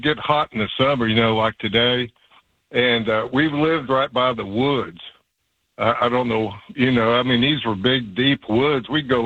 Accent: Withamsville, Ohio, United States; now in Lexington, United States; I grew up in Cherry Grove at Withensville back in the late 60s and early 70s.

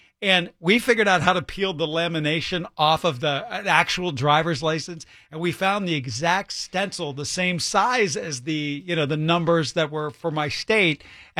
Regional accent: West Virginia, United States; I grew up in West Virginia.

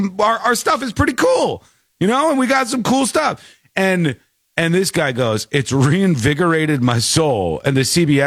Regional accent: United States; born there; I'm an American, right? Okay, born in America, raised in America, kind of.

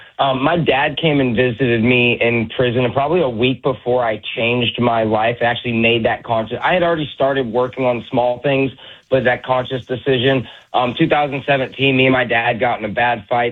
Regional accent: Jacksonville, Florida, United States; So I'm from the Jacksonville, Florida area.

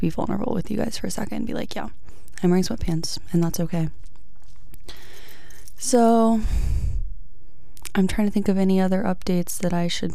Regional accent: Savannah, Georgia, United States; moved away; I went to one of her surprise shows in my hometown in Savannah in May

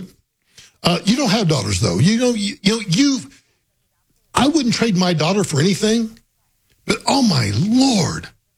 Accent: Guymon, Oklahoma, United States; No, Liberal, Kansas isn't my hometown. Guymon, Oklahoma is. But that's a town about 40 miles north of where I grew up.

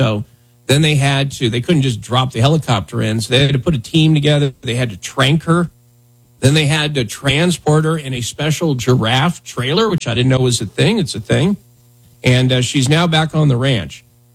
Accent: Wyoming, United States; where I grew up in Wyoming

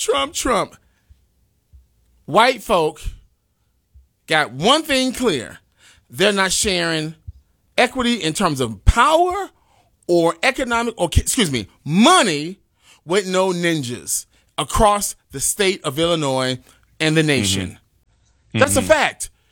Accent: India; I'm from India.

